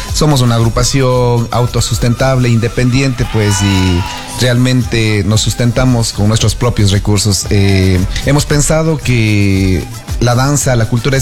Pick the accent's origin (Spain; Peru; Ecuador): Ecuador; Cuenca, Azuay; oriundos de la parroquia El Valle. A pesar, la mayoría de integrantes somos del Valle